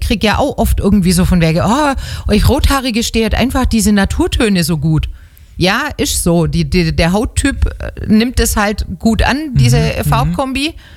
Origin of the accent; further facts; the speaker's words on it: Baden-Württemberg, Germany; accent: Swabian dialect; außerhalb von Schwaben. Dann bin ich dort, ja, aber auch wieder der Ausländer.